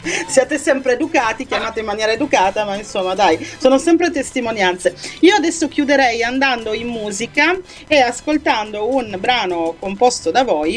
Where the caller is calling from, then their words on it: Turin, Piedmont, Italy; anch'io sono di Torino